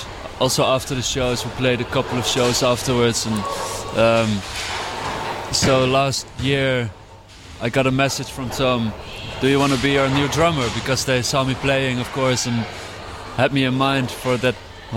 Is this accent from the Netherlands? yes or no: yes; Netherlands; I'm from the Netherlands